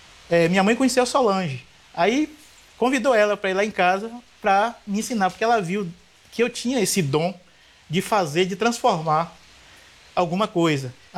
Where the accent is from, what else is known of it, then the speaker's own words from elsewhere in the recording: Nilo Peçanha, Bahia, Brazil; born there; Minha história, ela começa ali numa cidade de Nilo Peçanha, na comunidade quilombola de Boitaraca, onde eu nasci.